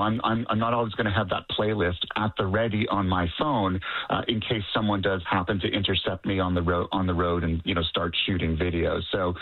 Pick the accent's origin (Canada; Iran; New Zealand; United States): Canada; we're Canadian